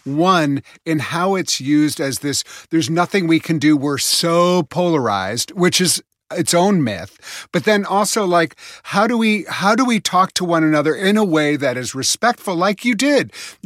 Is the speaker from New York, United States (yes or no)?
no; Madison, Wisconsin, United States; I grew up in Madison, Wisconsin, you know, we were all commies there